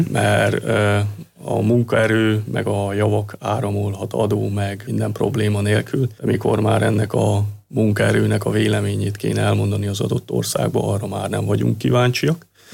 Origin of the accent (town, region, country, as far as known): Hungary; moved away as an adult; now in Linz, Austria